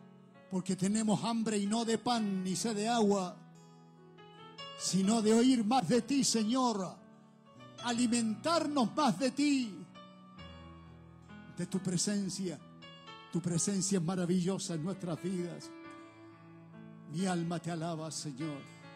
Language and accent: Spanish; Santiago, Santiago Metropolitan Region, Chile; Escúcheme bien esta palabra que vengo de Santiago de Chile a decírsela.